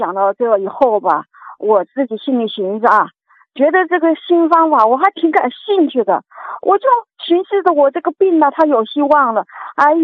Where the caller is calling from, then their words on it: Beijing, China; 我北京海淀区的。